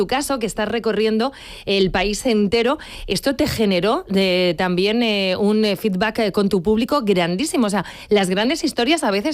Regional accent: Albacete, Castilla-La Mancha, Spain; un verano me hice pasar por Argentina y claro, pues ya no, ya evidentemente la trampa salió, yo soy albaceteña

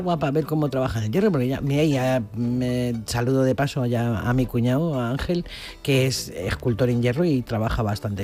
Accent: Spain; Yo soy española

